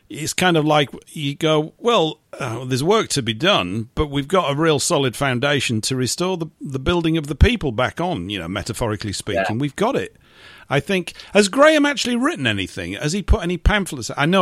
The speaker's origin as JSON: {"language": "English", "region": "England", "country": "United Kingdom", "said": "I'm English, mate. You know, I'm not British."}